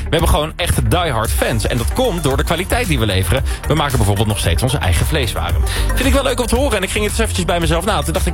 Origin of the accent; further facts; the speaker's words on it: Nijmegen, Gelderland, Netherlands; moved away; Ik kom uit Nijmegen oorspronkelijk.